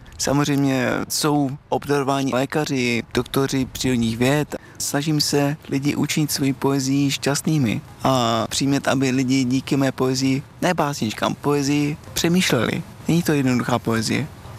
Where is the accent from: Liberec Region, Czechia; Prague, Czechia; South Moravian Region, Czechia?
South Moravian Region, Czechia; Brno; now in Hrabyně, Czechia; jsem rodák z Brna.